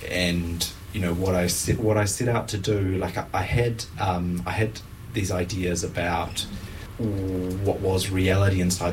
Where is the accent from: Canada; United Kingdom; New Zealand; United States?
New Zealand; Auckland; I grew up in Auckland with mum, who's a psychiatric nurse, and dad, who's a sort of handyman gardener.